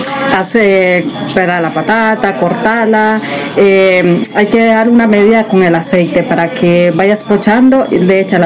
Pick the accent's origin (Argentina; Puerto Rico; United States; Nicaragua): Nicaragua; now in San Sebastián, Spain